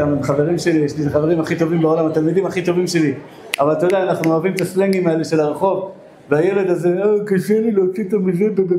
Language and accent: Hebrew; Bnei Brak, Tel Aviv District, Israel; אני דוס מבני ברק אחים, זקן לבן, לבוש שחור לבן